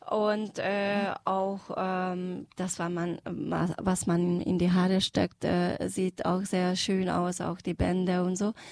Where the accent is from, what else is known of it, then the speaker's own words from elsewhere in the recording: Pilisszentiván, Pest, Hungary; ich bin in Pilisantiva aufgewachsen